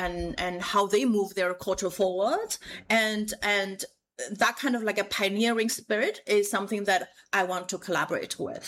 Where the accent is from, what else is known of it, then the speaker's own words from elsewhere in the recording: Shanghai, China; moved away; My father got rejected 40 times, and we come from Shanghai.